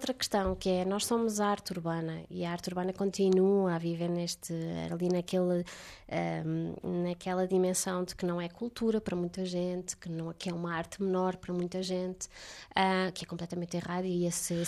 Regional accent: Covilhã, Centro, Portugal; eu nasci na Covilhã e que cresci com um déficit de oferta cultural

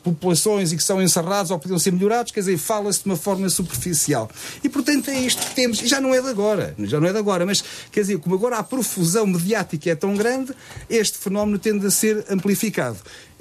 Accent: Portugal; sou português e sou patriota

